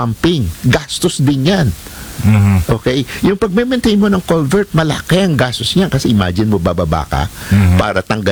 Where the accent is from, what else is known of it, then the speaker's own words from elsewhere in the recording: Pasig, Metro Manila, Philippines; also born or lived in Cainta, Rizal; taga-Pasig ako at Kainta.